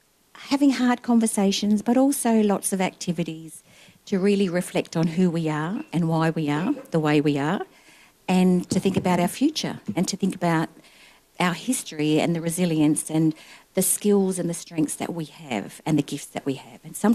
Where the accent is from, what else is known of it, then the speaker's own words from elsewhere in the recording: Darwin, Northern Territory, Australia; I'm actually born and raised in Darwin and my mob are from Borroloola, Garawa people and also Broome people, Jugan Yaru people.